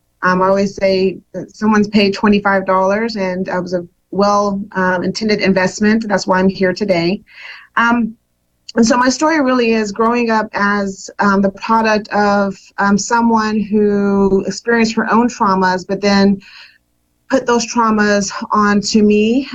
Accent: Colorado, United States; So I grew up in Colorado.

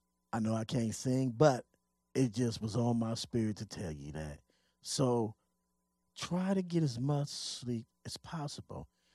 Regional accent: Pomona, California, United States; my hometown of Pomona

